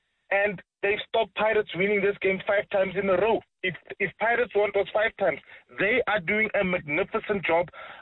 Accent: South Africa; I want us as a South African.

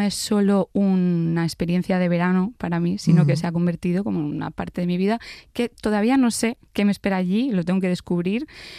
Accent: Granada, Andalusia, Spain; moved away; De hecho, yo me fui de Granada por una ruptura amorosa y el duelo que yo pasé no fue por la ruptura, fue por la ruptura con irme de Granada.

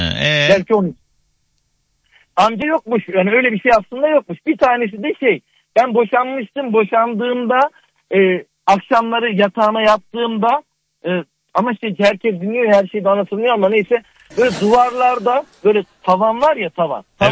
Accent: Ankara, Turkey; biz yıllar önce tabii gecekonda doğduk büyüdük Ankara'da, Mamak'ta. Ailecek oturuyoruz biz.

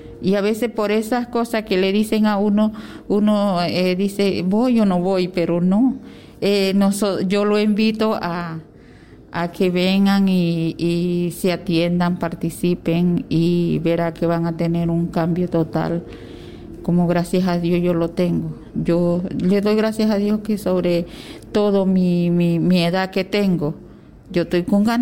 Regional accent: Veraguas, Panama; Sí, yo vengo del distrito de Cañaza, corregimiento de San José, Comunidad del Rosario.

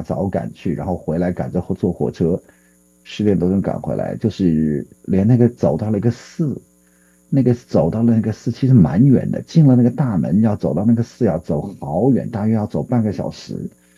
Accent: Wuhan, Hubei, China; moved away; 因为武汉是我的老家嘛

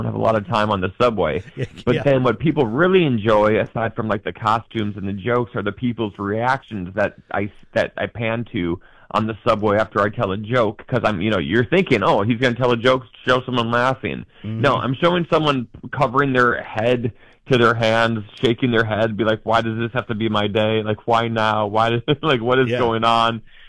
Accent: Midwest, United States; now in New York, United States; Because I feel like I'm a Midwestern guy. I live in New York, but I'm from the Midwest. I feel like I'm the nicest person in New York.

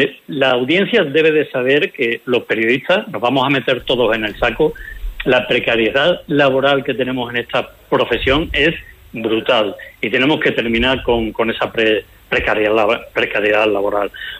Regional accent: Nerva, Andalusia, Spain; born there; estoy en mi pueblo, en Nerva

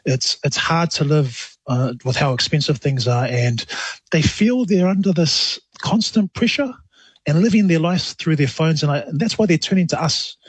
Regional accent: New Zealand; on dad's side, we come from Lotupuwe and Alepata, and also Vaesa Fata. So, yeah, born and bred here in New Zealand.

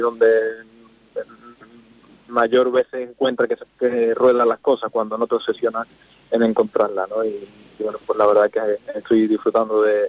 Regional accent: Huelva, Andalusia, Spain; me siento afortunado de ser de Huelva, de una tierra que, como he dicho, ¿no?, que me lo ha dado todo en momentos difíciles de mi carrera

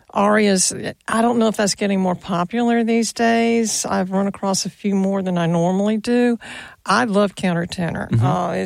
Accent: South Carolina, United States; Look, I'm from South Carolina.

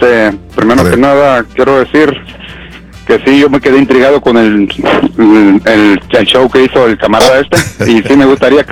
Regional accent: Acapulco, Guerrero, Mexico; Yo soy de Acapulco, Guerrero, y me parece que tenemos también bonitas playas allá.

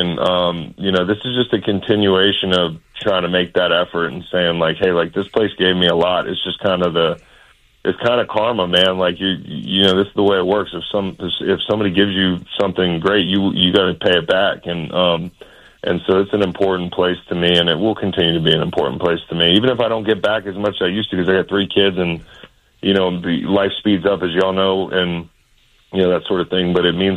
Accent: Charlottesville, Virginia, United States; my hometown in Charlottesville

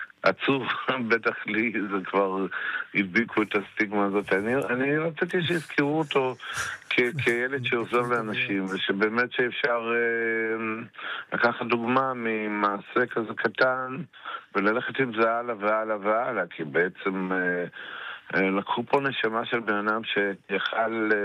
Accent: Belarus; now in Israel; אני בא מילדות עקופה, אלימות כזאת מיותרת. וזה ברית המועצות, עוד לא רוסיה, ברית המועצות.

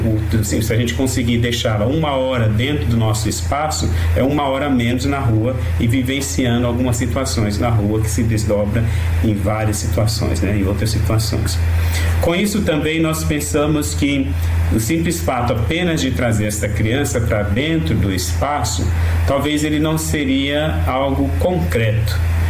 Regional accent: São Paulo, Brazil; now in Rio de Janeiro, Brazil; Eu sou de São Paulo, tem hora que eu falo o sinal ou semáforo, né?

